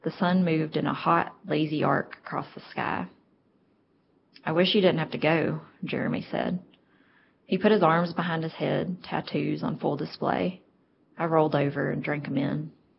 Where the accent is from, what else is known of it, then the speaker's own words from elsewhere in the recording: Tazewell, Virginia, United States; moved away as an adult; now in Nelson County, Virginia, United States; When I came home that summer for break, I was back in Tazewell for 3 months